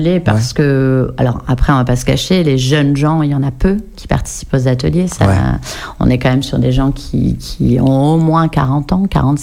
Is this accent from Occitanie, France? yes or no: no; Nouvelle-Aquitaine, France; parce que moi je viens du Pays Basque en fait